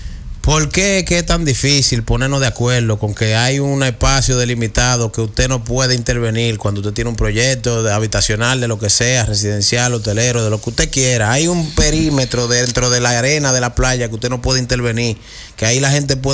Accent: Dominican Republic; Nosotros como dominicanos

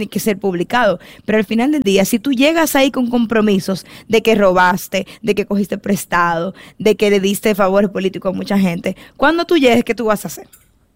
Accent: Santo Domingo Oeste, Santo Domingo, Dominican Republic; yo soy de Santo Domingo Oeste

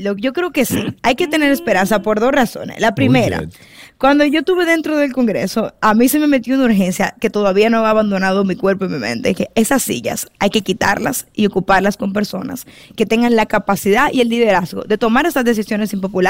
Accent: Santo Domingo Oeste, Santo Domingo, Dominican Republic; yo soy de Santo Domingo Oeste

